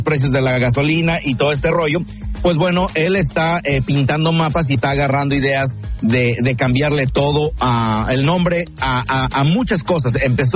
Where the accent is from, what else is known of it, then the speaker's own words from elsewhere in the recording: Mexico; a nosotros como mexicanos